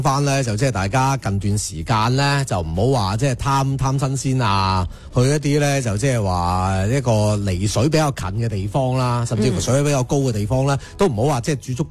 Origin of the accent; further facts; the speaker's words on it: Guangdong, China; 我哋老广